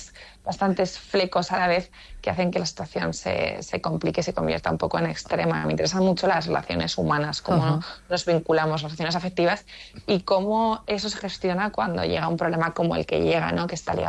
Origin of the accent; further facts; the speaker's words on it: Zaragoza, Aragon, Spain; Porque, bueno, yo soy de Zaragoza, pero de hecho le ponen en esto de mi libro.